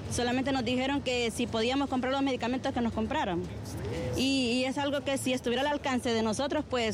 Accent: San Pedro Sula, Cortés, Honduras; Pues yo vengo de acá de San Pedro Sula.

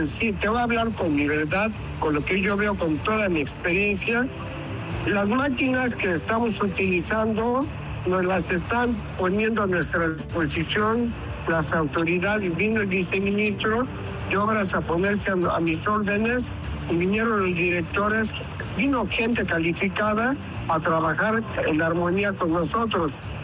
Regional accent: Mexico; born there; also born or lived in Venezuela; nosotros los Topos Aztecas somos venezolanos que nacimos en México

